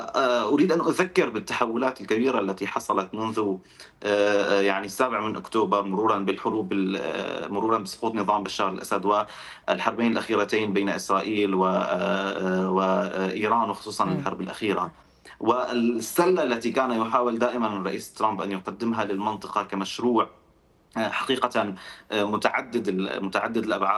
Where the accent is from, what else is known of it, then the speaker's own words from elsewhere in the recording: Syria; نعمل اليوم كسوريين